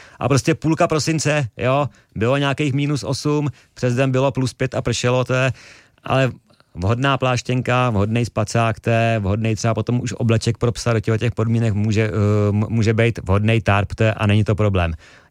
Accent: South Bohemian Region, Czechia; jsme startovali z Tábora přes Bechyň do Protivína, Bavorov, Vodňany, to je asi nějakých taky přes 100 kilometrů kraje mýho dětství, kde vlastně se narodili moji rodiče.

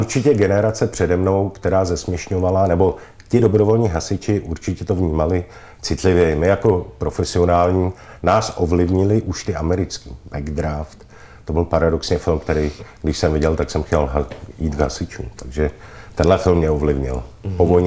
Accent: Prague, Czechia; protože jsem z Bohnic, což taky není úplně jednoduchý být z Bohnic, jako malý kluk, když někam přijdete, řeknete, že jste z Bohnic

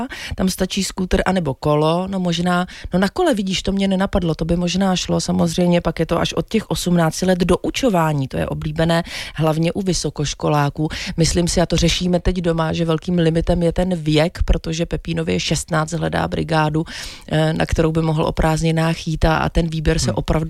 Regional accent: Přelouč, Pardubice Region, Czechia; ta první byla u nás v Přelouči, tehdy v cukrárně

